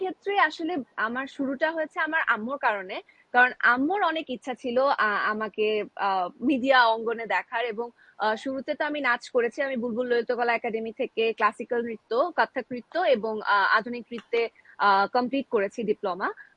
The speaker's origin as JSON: {"language": "Bangla", "town": "Dhaka", "region": "Dhaka Division", "country": "Bangladesh", "tie": "born or raised there", "also_born_or_lived": "Chittagong", "said": "তখন আমার আব্বু আম্মু, মানে আমি চিটং থেকে ঢাকায় মুভ করি 40 দিন বয়সে। তো"}